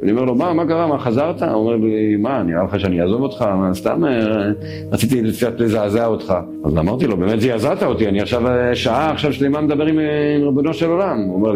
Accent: Kfar Ruppin, Northern District, Israel; אני גדלתי בקיבוץ כפר רופין, קיבוץ חילוני

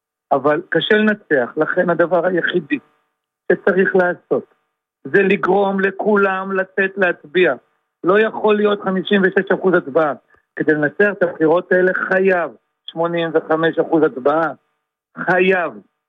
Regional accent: Givat Olga, Haifa District, Israel; גם אני גדלתי בגבעת אולגה. אני גרתי אישית את משה כחלון. הכרתי הרבה אנשים אישית. אבל אף פעם לא הגענו לרמות כאלה נמוכות. אף פעם לא הגענו. גם אני גדלתי בפריפריה, כל חברה ימנים.

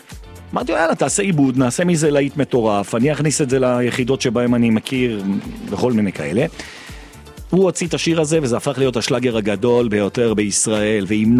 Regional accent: Jerusalem, Jerusalem District, Israel; תודה רבה שנתת לי לחיות בירושלים. תודה רבה שנולדתי שם ואני מתחנן אליך. אם אני מת, תקבור אותי בירושלים.

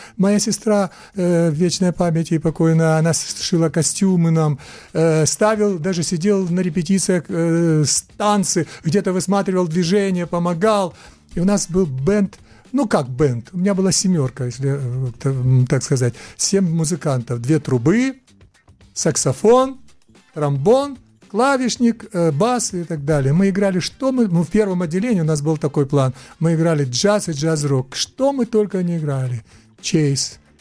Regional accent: Donetsk, Donetsk Oblast, Ukraine; moved away as an adult; Я родился в Донецке

